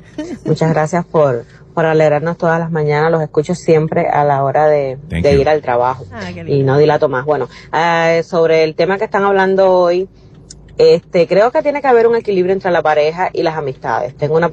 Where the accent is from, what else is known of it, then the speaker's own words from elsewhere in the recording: Cuba; now in United States; Somos cubanos, los dos nos conocimos en Cuba, ahora estamos aquí en Estados Unidos.